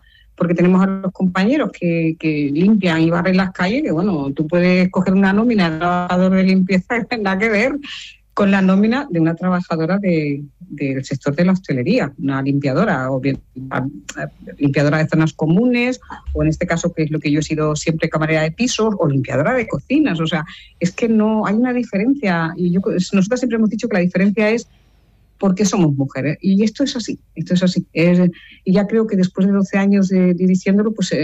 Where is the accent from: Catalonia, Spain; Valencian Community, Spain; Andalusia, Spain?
Catalonia, Spain; Lloret de Mar; yo vengo de la Costa Brava, de Lloret de Mar